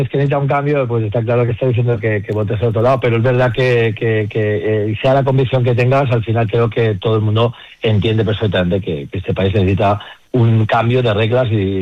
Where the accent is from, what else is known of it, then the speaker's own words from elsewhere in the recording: Spain; como empresario y como español y como ciudadano